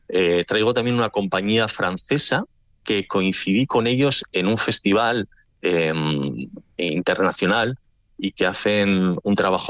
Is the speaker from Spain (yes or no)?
yes; La Rioja, Spain; como soy de La Rioja, pues que he hecho el vermute.